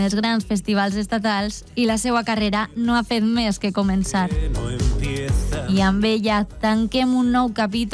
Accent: Valencian Community, Spain; la nostra terra diu molt del que som els valencians

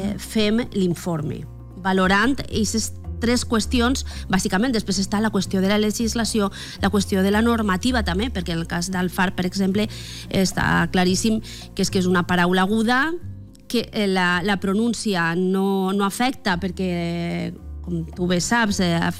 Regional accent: Bicorb, Valencian Community, Spain; now in Meliana, Spain; Jo sóc de Bicorb, la Canal de Navarrés. El gentilici és Bicorbí. I visc a Meliana.

